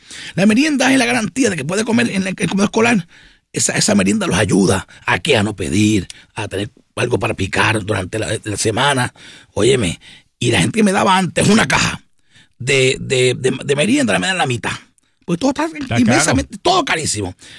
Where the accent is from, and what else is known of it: Puerto Rico